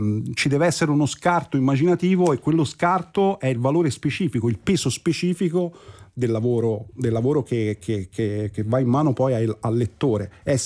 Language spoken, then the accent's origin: Italian; Pisa, Tuscany, Italy; io sono pisano